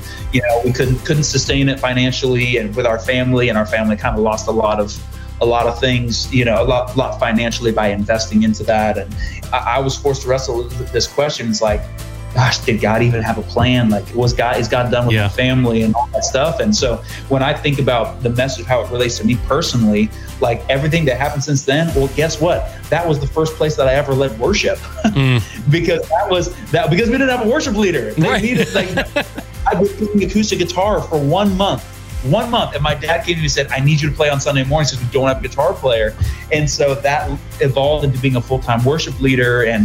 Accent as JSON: {"language": "English", "region": "Rhode Island", "country": "United States", "said": "we planted a church in Rhode Island when I was, which is where I'm from Rhode Island."}